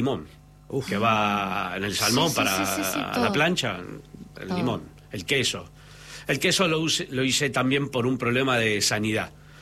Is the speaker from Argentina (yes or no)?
yes; Argentina; Y porque somos argentinos.